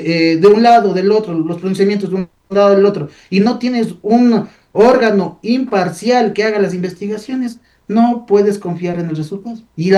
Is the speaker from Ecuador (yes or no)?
yes; Ecuador; somos los ciudadanos ecuatorianos.